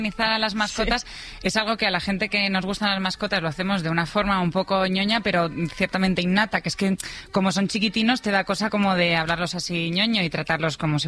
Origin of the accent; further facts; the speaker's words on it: Spain; Bueno, los españoles somos muy españoles y muy de tener mascotas.